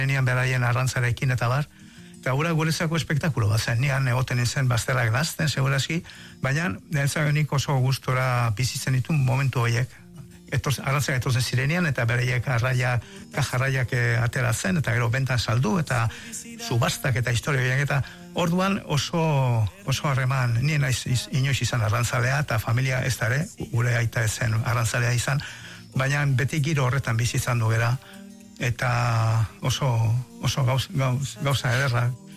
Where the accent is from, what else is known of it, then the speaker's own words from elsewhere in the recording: Hondarribia, Basque Country, Spain; Claro, ni Hondarribian jaio nintzen eta portuan bertan bizi nintzen